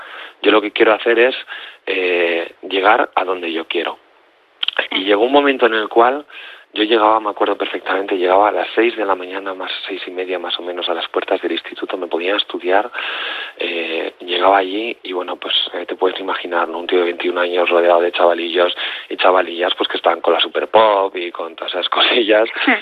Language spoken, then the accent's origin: Spanish; Basque Country, Spain; Porque yo soy del País Vasco.